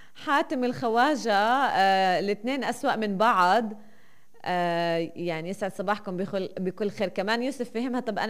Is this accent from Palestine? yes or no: yes; Palestine; إحنا كلنا فلسطينيين